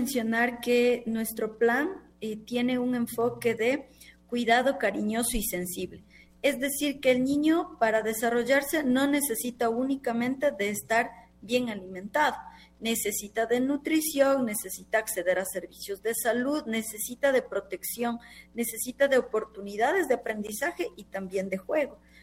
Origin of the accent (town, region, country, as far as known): Ecuador